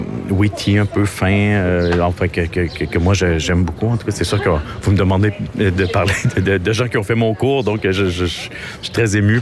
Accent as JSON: {"language": "French", "town": "Île d'Orléans", "region": "Quebec", "country": "Canada", "lives_now": "Montreal, Canada"}